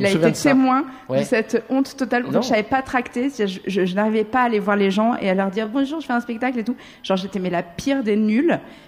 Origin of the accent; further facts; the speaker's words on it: Marseille, Provence-Alpes-Côte d'Azur, France; moved away as an adult; je suis marseillaise